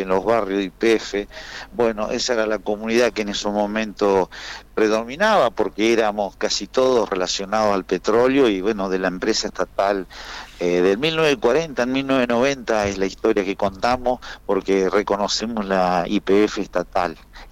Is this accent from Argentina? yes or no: yes; Cañadón Seco, Santa Cruz, Argentina; born there; y luego, bueno, yo nací en Cañadón Seco, pero mis hermanos habían nacido en Comodoro, claro.